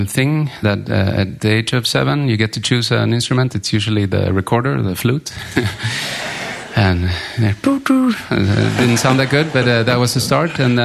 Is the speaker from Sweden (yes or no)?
yes; Gothenburg, Västra Götaland, Sweden; English is a second language; For us kids, we grew up in Sweden, so we don't know anything else in a way.